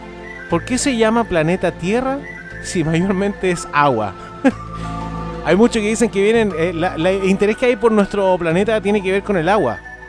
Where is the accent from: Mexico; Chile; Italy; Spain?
Chile; Talca, Maule; mi ciudad natal, de Talca